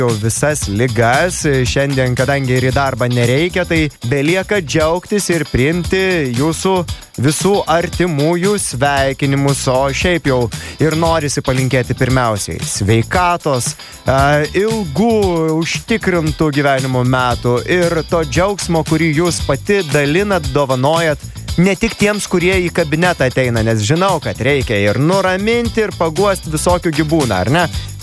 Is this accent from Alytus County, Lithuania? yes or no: yes; Pivašiūnai, Alytus County, Lithuania; Aš iš Pivašiūnų, iš Alytaus rajono, praktiškai vietinis